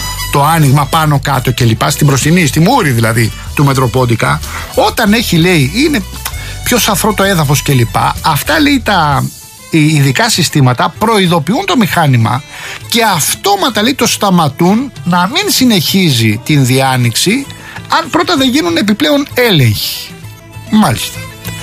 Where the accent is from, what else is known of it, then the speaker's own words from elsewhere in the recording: Rafina, Attica, Greece; είναι και ο τόπος μου